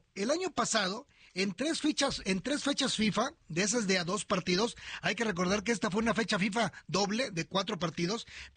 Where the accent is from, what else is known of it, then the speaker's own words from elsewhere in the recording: Guerrero, Mexico; moved away; Yo soy guerrerense